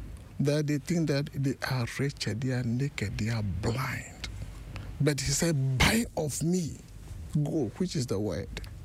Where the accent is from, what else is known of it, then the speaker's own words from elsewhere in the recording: Trinidad & Tobago; So since I came from Trinidad now, I must say that I know who is God